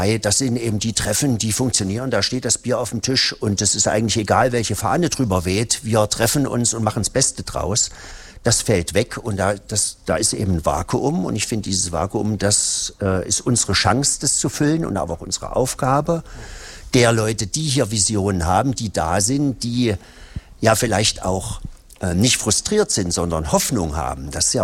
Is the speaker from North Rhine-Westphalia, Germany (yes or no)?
no; Hettstedt, Saxony-Anhalt, Germany; Also für mich ist Eisleben ein großer Aufstieg. Ich komme nämlich aus Hettstedt.